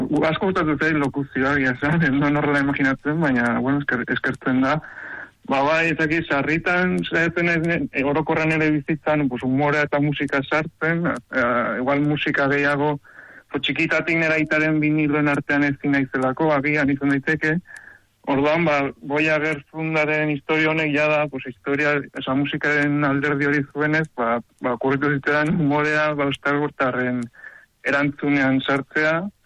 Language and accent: Basque; San Sebastián, Basque Country, Spain; now in Errenteria, Spain; ni Donostiarra naiz, Errenterian bizi naiz